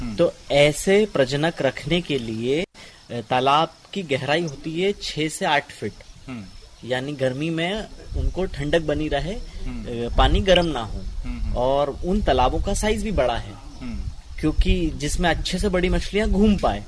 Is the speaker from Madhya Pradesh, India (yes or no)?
yes; Hirapur, Madhya Pradesh, India; मैं ग्राम हीरापुर से हूँ, जिला सीहोर से।